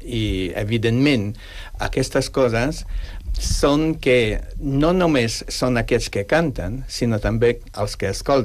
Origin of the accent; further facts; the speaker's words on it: Catalonia, Spain; I jo ho dic pensant en mi mateix, que ho soc també.